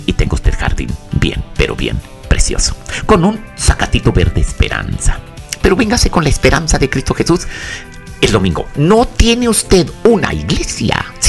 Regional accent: Mexico; now in Pasadena, Texas, United States; los que somos mexicanos

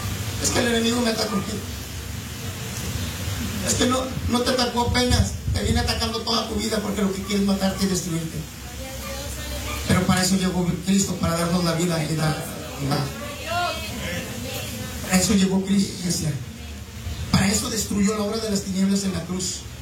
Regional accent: Mexico; Como buen mexicano, ya viejos.

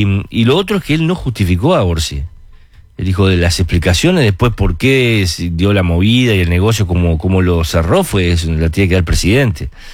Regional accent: Uruguay; en Uruguay tenemos cierta tendencia

